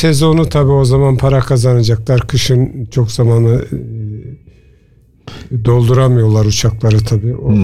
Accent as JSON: {"language": "Turkish", "town": "Ardahan", "region": "Ardahan Province", "country": "Turkey", "moved": "yes", "lives_now": "Germany", "said": "Ben Ardahanlıyım."}